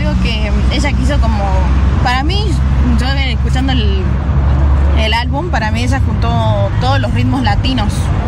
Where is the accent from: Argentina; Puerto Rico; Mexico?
Argentina; San Salvador de Jujuy, Jujuy; soy de acá, de Jujuy, de Capital.